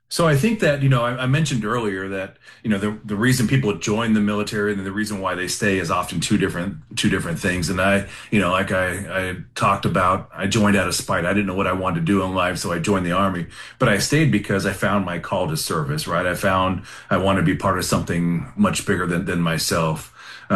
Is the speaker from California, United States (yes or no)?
yes; California, United States; now in Camp Hill, United States; Monica's from Germany, I'm from Southern California, that we figured out what our community looks like